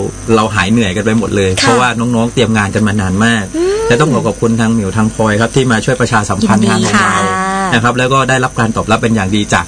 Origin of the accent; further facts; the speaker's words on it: Songkhla, Thailand; เพราะเรามาจากสงขลาเหมือนกัน